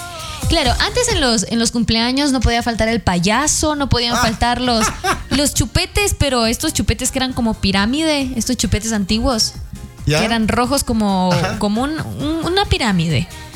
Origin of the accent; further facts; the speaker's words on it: Machala, El Oro, Ecuador; En una terraza allá en Machala, ustedes saben que yo soy de Machala.